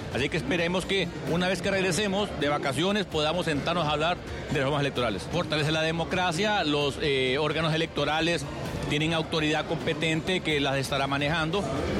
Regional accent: Honduras; Es una obligación que tenemos como liberales, pero sobre todo como hondureños

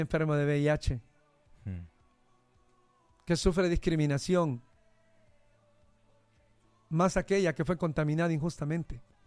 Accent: Honduras

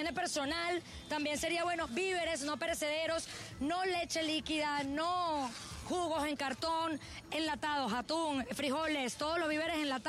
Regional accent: Venezuela; now in Honduras; soy venezolana y también soy hondureña

